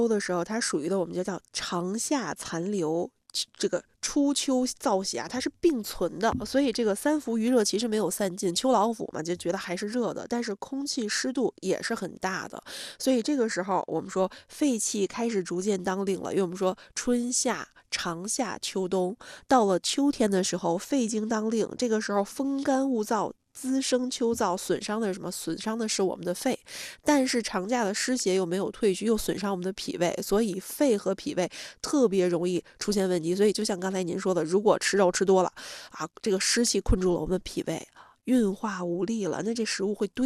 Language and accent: Chinese; Northeast China, China; now in Beijing, China; 我老家是东北的